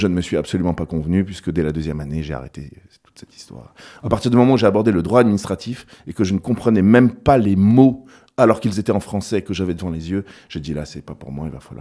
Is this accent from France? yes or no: yes; France; Je suis français. Ouais. Enfin, franco-suisse en réalité.